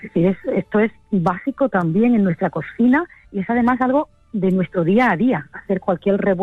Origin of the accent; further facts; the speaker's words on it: Granada, Andalusia, Spain; Bueno, yo soy de Granada.